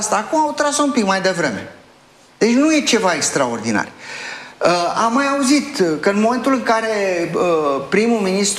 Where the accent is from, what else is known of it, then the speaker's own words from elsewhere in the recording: Gorj County, Romania; eu sunt din Gorj